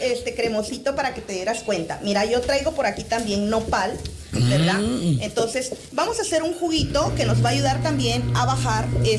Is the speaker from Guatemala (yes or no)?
yes; Guatemala; Y en mi país, ¿verdad? Yo soy de Guatemala.